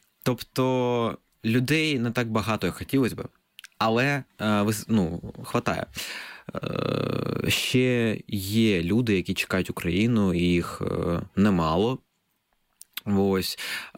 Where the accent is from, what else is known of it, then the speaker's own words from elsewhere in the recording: Sevastopol, Crimea, Ukraine; Ukrainian is a second language; also born or lived in Zaporizhzhia; Це моя батьківщина, Севастополь. Навіть не вважаю на те, що, не дивлячись на те, що я народився в Запоріжжі, я вважаю, що...